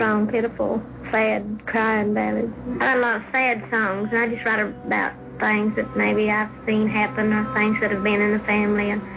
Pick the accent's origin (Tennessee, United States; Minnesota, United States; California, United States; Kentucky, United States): Tennessee, United States; Sevierville; born there; I was born on January the 19th, 1946, in Sevier County. It's Sevierville, Tennessee. It's a little town between Knoxville, Tennessee and Gatlinburg, Tennessee.